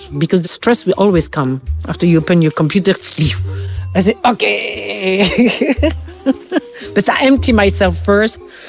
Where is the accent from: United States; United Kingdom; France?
France; accent: French; English is a second language; because my French accent